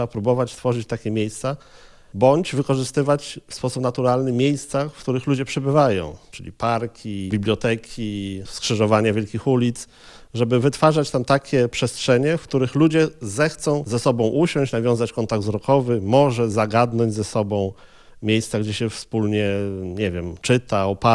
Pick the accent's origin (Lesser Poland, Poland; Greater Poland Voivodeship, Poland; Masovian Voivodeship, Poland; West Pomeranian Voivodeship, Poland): Masovian Voivodeship, Poland; Warsaw; Też czuję się lokalnie zaangażowanym patriotą na Brudnie i to jest, uważam, moja mała ojczyzna.